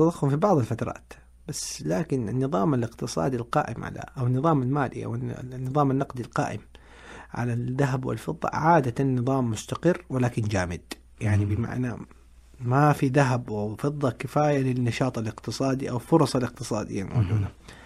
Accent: Saudi Arabia; يعني على سبيل المثال الحج عندنا في السعودية

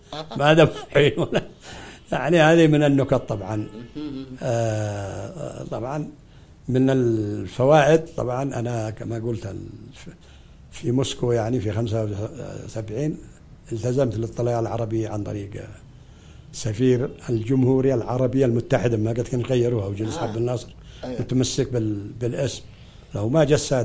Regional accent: Yemen; also born or lived in Kyiv

